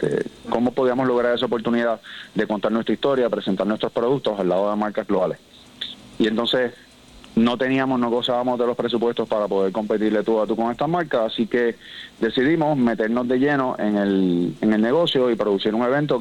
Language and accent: Spanish; Puerto Rico